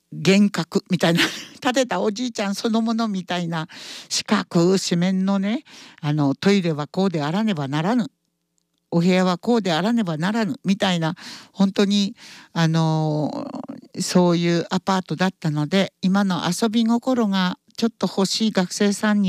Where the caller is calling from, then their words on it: Kanazawa, Ishikawa, Japan; 金沢市、私は金沢市なんですけど